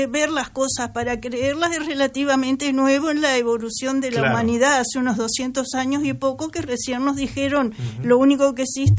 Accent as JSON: {"language": "Spanish", "town": "Juan Lacaze", "region": "Colonia", "country": "Uruguay", "tie": "born or raised there", "said": "Cuando yo a mis 8 años, viviendo en Juan Lacase, yo nací en Juan Lacase"}